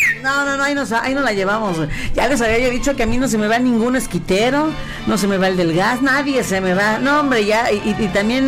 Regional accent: Mexico

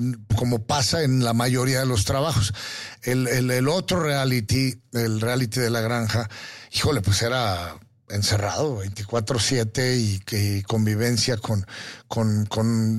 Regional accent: Mexico City, Mexico; moved away; Yo nací en México, soy mexicano, pero desgraciadamente no vivo aquí

